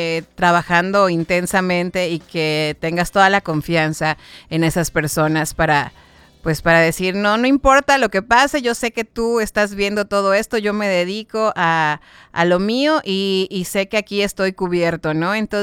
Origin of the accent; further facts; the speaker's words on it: Yucatán, Mexico; para nosotros, obviamente, como yucatecos, es un gran gusto